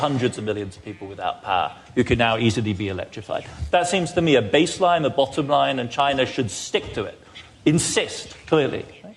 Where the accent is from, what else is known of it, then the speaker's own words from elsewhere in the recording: Germany; And this is a familiar problem to Europeans. I grew up in Germany.